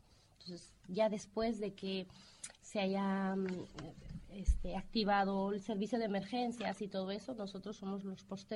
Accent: Cusco, Peru; moved away as an adult; now in Mataró, Spain; soy del Cusco.

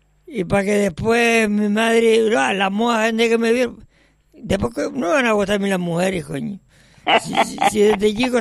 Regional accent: Las Palmas de Gran Canaria, Canary Islands, Spain; No, yo soy de Las Palmas.

